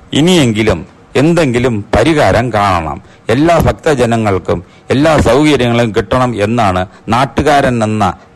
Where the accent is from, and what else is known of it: Thiruvananthapuram, Kerala, India; born or raised there